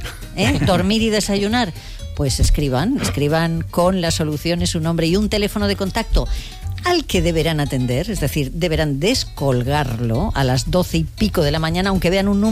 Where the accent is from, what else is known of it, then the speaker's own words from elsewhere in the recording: Cervera, Catalonia, Spain; moved away; en Cervera, en Lleida, que es mi pueblo